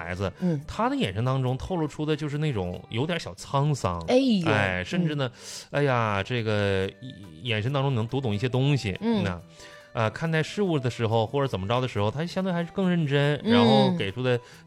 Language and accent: Chinese; Northeast China, China; 就我们老家，我们东北